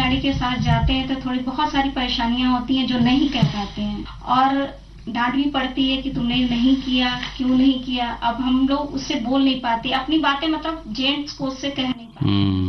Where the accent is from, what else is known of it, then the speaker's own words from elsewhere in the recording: Gorakhpur, Uttar Pradesh, India; also born or lived in Lucknow / Patiala; मैं यही गोरखपुर की रहने वाली हूँ